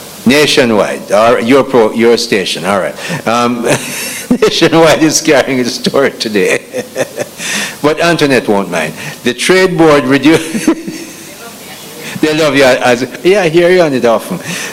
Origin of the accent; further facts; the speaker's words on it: Saint Elizabeth, Jamaica; because I'm from St. Elizabeth